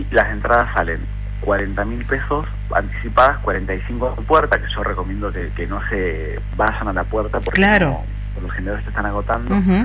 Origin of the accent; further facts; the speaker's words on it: Río Negro, Argentina; born there; yo soy nací en Río Negro.